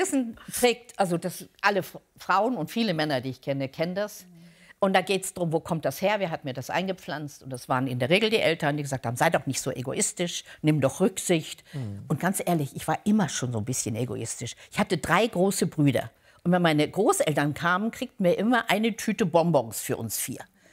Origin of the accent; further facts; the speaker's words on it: Lower Saxony, Germany; born there; also born or lived in Munich; now in Flensburg, Germany; Ja. Geborene Niedersächsin.